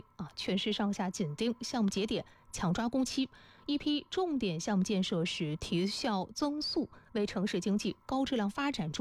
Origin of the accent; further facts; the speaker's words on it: China; 我们中国人